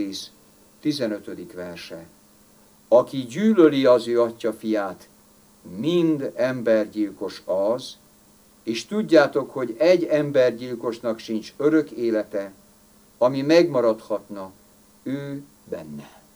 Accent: Hungary; én magyar vagyok, én beszélek több nyelvet is

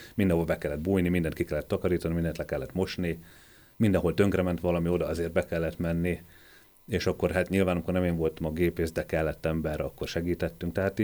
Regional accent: Hungary; én vidéken nőttem fel

